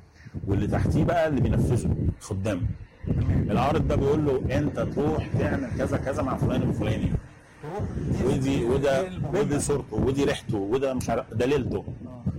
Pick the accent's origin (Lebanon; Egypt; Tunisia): Egypt; احنا مصريين